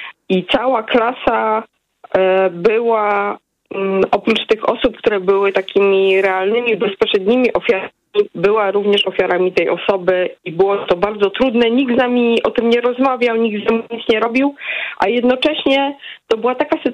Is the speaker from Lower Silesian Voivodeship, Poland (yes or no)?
yes; Wrocław, Lower Silesian Voivodeship, Poland; Ja mam lat 40 i 20 ponad lat temu chodziłam do liceum. Jestem z Wrocławia